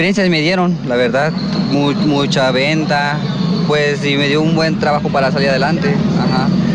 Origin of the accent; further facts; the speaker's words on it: Taxco, Guerrero, Mexico; De aquí de Taxco, Guerrero.